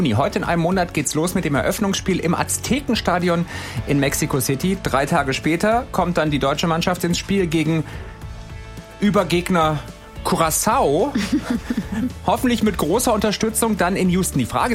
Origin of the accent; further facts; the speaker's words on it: Stuttgart, Baden-Württemberg, Germany; ich als Stuttgarter muss ja, ist ja klar.